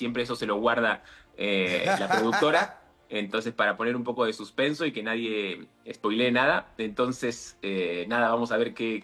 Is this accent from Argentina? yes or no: yes; Argentina; moved away as an adult; now in Mexico